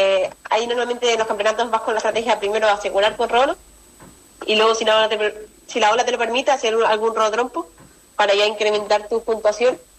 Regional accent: Tenerife, Canary Islands, Spain; no, soy de otra isla, de Tenerife, que ahí también tenemos olas muy buenas

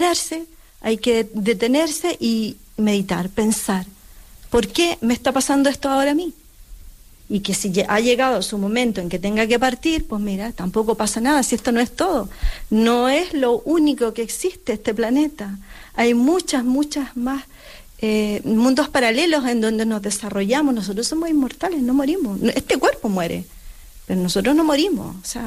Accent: Chile; Sí, es mi nombre simbólico y soy chilena.

